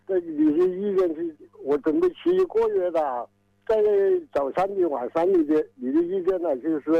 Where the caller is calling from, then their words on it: Qianjiang, Hubei, China; 我是湖北潜江的。